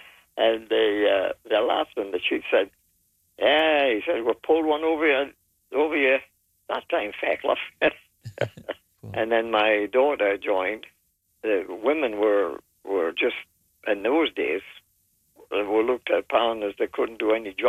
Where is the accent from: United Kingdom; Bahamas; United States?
United Kingdom; England; now in Kentville, Canada; We emigrated to Canada from England. And we moved to the Kentville area.